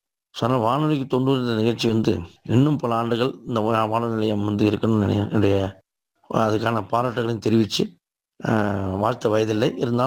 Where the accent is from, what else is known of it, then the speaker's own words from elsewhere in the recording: Mailam, Tamil Nadu, India; என்னோட சொந்த ஊர் பார்த்தீங்கன்னா விழுப்புரம் மாவட்டம் மயிலம் என்ற ஊர் தான் என்னுடைய சொந்த ஊர்.